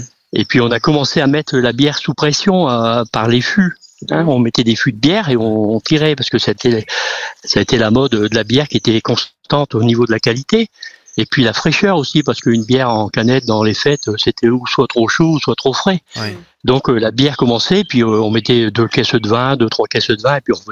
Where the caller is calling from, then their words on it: Saint-Omer, Hauts-de-France, France; tout près de chez nous à Saint-Omer